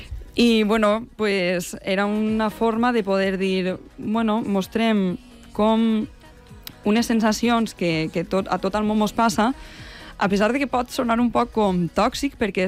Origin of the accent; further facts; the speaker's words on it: Benissa, Valencian Community, Spain; Jo sóc de Benissa.